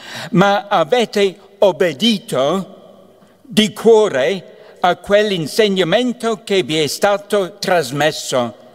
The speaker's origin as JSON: {"language": "Italian", "region": "Scotland", "country": "United Kingdom", "second_language": "Italian", "moved": "yes", "said": "non sono italiano, sorpresa, no? Sono britannico, dunque, scozzese, diciamo"}